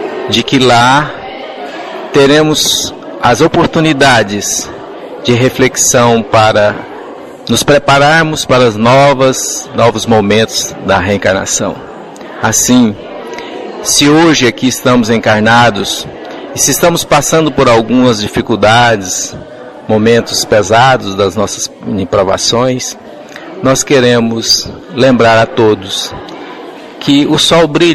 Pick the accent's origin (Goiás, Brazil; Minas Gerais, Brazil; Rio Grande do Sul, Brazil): Goiás, Brazil; Goiânia; Sou de Goiânia, estado de Goiás, Brasil.